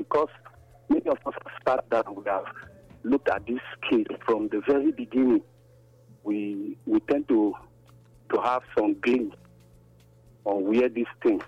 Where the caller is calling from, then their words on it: Nigeria; I'm calling from Obida.